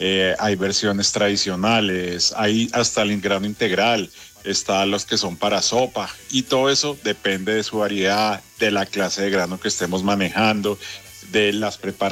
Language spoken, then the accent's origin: Spanish; Colombia; es muy diferente lo que nosotros buscamos como país colombiano a los países orientales